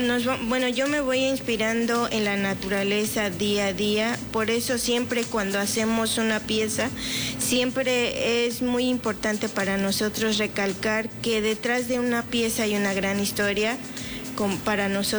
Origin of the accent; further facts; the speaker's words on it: Teotitlán del Valle, Oaxaca, Mexico; first language Zapotec; Spanish is a second language; soy artesana textil de Teotitlán del Valle. Orgullosamente hablo de mi pueblo y hablamos una lengua materna que es el zapoteco.